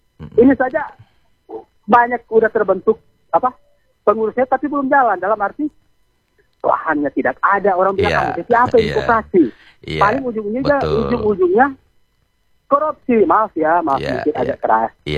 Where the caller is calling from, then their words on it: Motoling, North Sulawesi, Indonesia; dari Motoli, Kabupaten Minas Selatan.